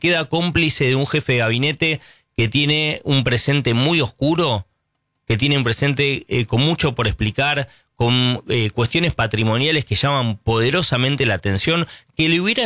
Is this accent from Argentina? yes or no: yes; Argentina